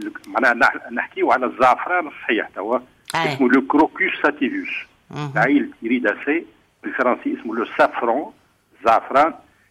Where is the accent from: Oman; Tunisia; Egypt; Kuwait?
Tunisia; في تونس عندنا